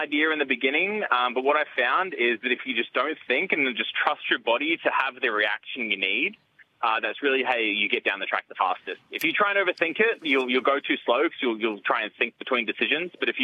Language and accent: English; Australia; That's why … because I'm from Australia.